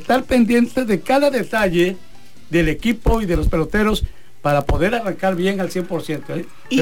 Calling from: Pichucalco, Chiapas, Mexico; de Pichucalco, Chiapas.

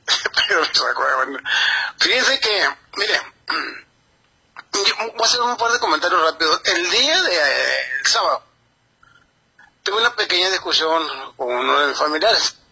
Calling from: Guasave, Sinaloa, Mexico; yo soy de Guasave

